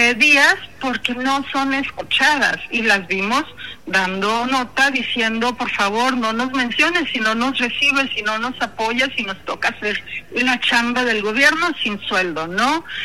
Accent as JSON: {"language": "Spanish", "country": "Mexico", "said": "como somos como mexicanos, y eso es algo bueno y a veces algo malo, ¿no?"}